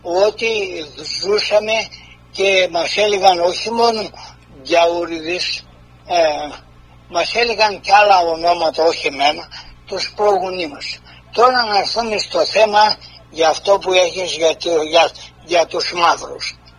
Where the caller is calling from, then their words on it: Thessaly, Greece; εγώ είμαι από τη Θεσσαλία